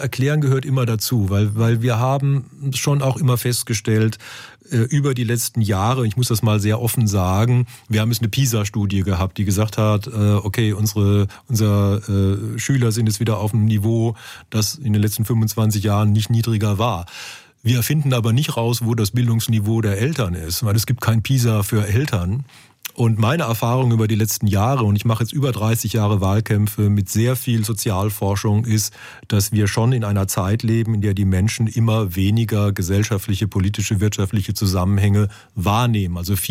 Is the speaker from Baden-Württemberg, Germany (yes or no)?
yes; Wiesloch, Baden-Württemberg, Germany; moved away; Weil ich bin ja in Wiesloch aufgewachsen.